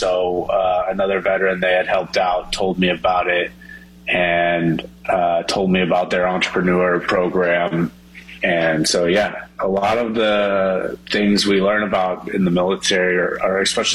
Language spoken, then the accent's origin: English; Oklahoma, United States; But, I grew up in Oklahoma.